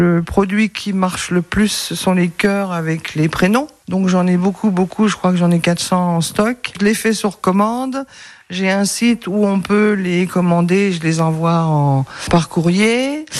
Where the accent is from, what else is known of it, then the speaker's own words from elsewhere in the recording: Druyes-les-Belles-Fontaines, Bourgogne-Franche-Comté, France; born there; moved away; je suis née à Druy. À 50 mètres, et j'habite à 30 mètres, et je traverse la rue, je vais à la poterie. Voilà. Donc je suis revenue il y a 22 ans, avec ma petite famille, revivre définitivement à Druy. Et voilà, ma vie c'est Druy.